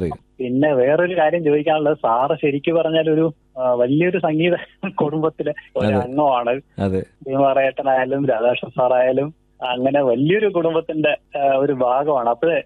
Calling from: Thiruvananthapuram, Kerala, India; ഞാൻ വട്ടിയൂർക്കാവിൽ നിന്നാണ് വിളിക്കുന്നത്.

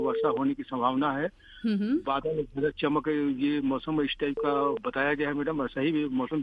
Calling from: Chirimiri, Chhattisgarh, India; मैं चिरमिरी कुरासिया कालरी जिला कोरिया छत्तीसगढ़ से … बोल रहा हूँ।

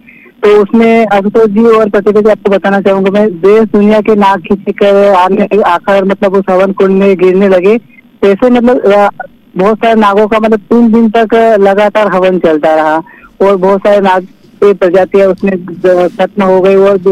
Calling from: Madhya Pradesh, India

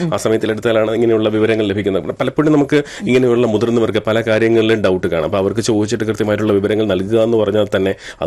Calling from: Vadakkanchery, Kerala, India; Vadakkanchery.

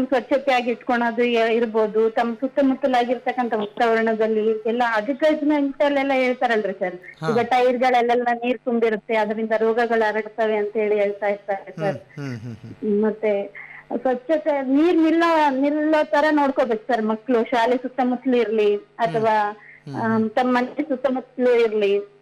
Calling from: Kallur, Karnataka, India; Kallur sir.

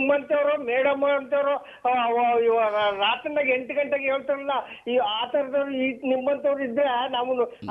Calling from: Nanjangud, Karnataka, India; ನಂಜನಗೂಡಿಂದ, Neelakantha Nagar sir

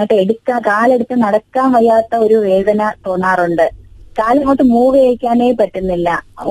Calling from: Thiruvananthapuram, Kerala, India; തിരുവനന്തപുരത്ത് നിന്നാണ്.

